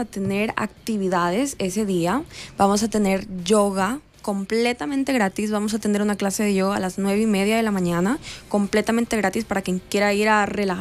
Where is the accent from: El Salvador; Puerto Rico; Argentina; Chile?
El Salvador; moved away; also born or lived in Houston, United States; cuando regresamos a El Salvador